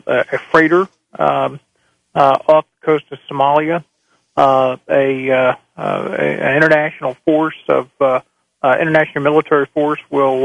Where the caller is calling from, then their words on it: Ohio, United States; I'm in Ohio.